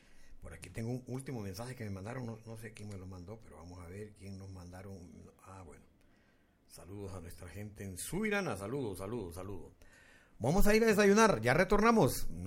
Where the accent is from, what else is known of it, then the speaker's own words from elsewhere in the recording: Yoro, Honduras; yo no me voy de mi pueblo, aquí soy feliz. Y aquí ya hice mi vida, ¿verdad? Aquí estoy